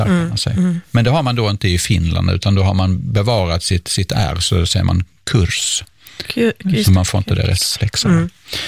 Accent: southern Sweden, Sweden; i södra Sverige, där jag kommer ifrån, då har vi bara det bakre sje-ljudet. Så när du säger kärna, kärna, så säger jag stjärna, stjärna.

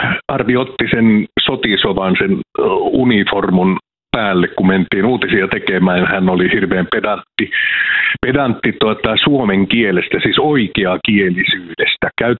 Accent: Savonia, Finland; mä oon semmoinen yleis-itäsuomalainen, eli mä oon savolainen

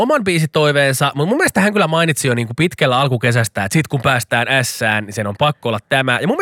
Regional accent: Kerava, Uusimaa, Finland; mutta mä oon myös Keravalta, me käytetään paljon junaa.

